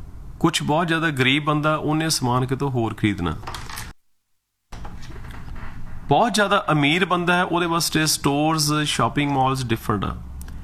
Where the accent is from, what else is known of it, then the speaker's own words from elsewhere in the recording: Punjab, India; moved away as an adult; now in Canada; ਅਸੀਂ ਪੰਜਾਬ ਨੂੰ ਪਿਆਰ ਕਰਦੇ ਹਾਂ, ਪੰਜਾਬ ਨਾਲ ਸਾਡਾ ਪਿਆਰ ਹੈ, ਅਸੀਂ ਉੱਥੇ ਜੰਮੇ ਪਲੇ ਹਾਂ।